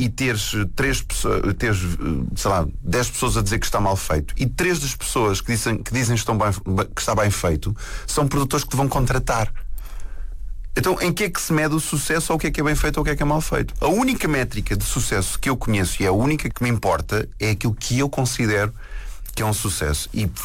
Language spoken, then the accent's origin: Portuguese; Portugal; Nós temos muitos defeitos como portugueses